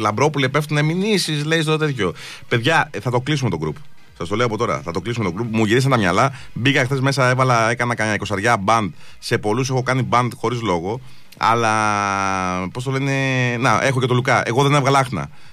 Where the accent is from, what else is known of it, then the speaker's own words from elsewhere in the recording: Aigio, Western Greece, Greece; στο χωριό μου, στο Αίγιο.